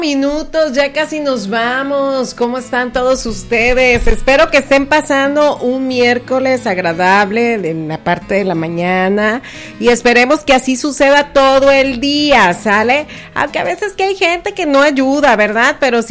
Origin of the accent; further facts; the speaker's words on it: Mexico; Así somos los mexicanos